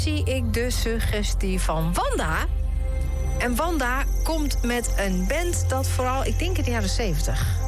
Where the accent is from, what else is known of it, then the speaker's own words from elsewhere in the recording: Drenthe, Netherlands; Ik ben een Drent van.